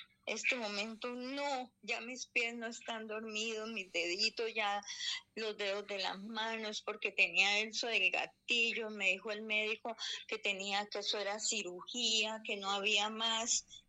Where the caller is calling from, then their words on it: Piedecuesta, Santander, Colombia; En Piedecuesta, Santander. Estoy en Piedecuesta.